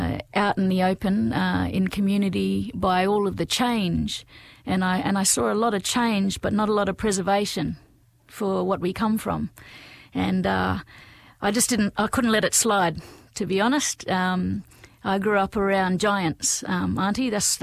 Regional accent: Broome, Western Australia, Australia; growing up in the Kimberley then, or more specifically Broome, you know, we had dirt tracks back then still, and it was quite a small community, a beautiful little community in the 80s.

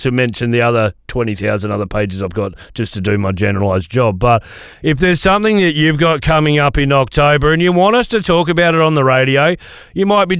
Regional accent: Queensland, Australia; born there; now in Broome, Australia; I was born in Queensland.

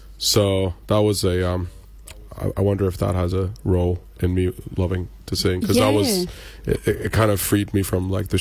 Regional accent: Iran; moved away as an adult; also born or lived in Canada / Germany; now in Perth, Australia; No, I was born in Iran, and then I moved to Canada when I was one.

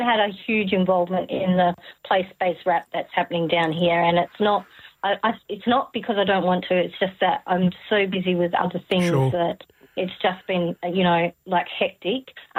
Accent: Western Australia, Australia; so we classify ourselves as Mirninga.

